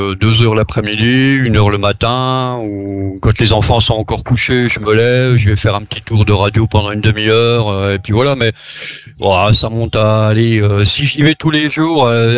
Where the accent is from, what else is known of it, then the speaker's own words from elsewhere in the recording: France; Chez nous, en France